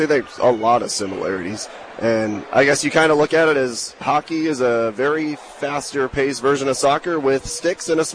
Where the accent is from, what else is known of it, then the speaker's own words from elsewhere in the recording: Grand Forks, North Dakota, United States; moved away; I'm from Grand Forks, North Dakota. I moved back to Grand Forks about 7 years ago now